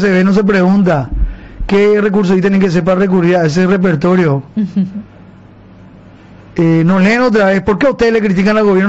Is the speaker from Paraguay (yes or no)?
yes; Ciudad del Este, Alto Paraná, Paraguay; de Ciudad del Este.